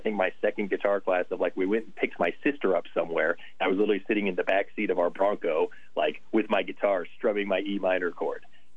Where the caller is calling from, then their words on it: Mount Juliet, Tennessee, United States; I'm in my house in beautiful Mount Juliet, Tennessee, just outside of Nashville, out in the suburbs.